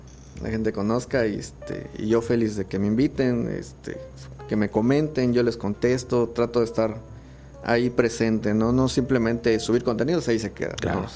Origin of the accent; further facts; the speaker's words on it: Campeche, Mexico; visiten mi tierra, o vamos de vacaciones a mi tierra. Así que presumir a Campeche.